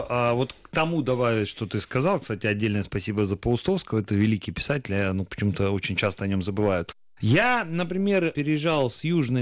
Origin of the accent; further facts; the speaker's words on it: Sevastopol, Crimea, Ukraine; я честно говорил, я из Севастополя.